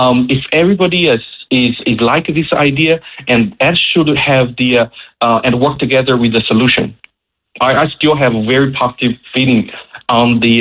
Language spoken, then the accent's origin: English; China; now in Canada; I think as a newcomer, I'm originally from China, and I see every step is new to me.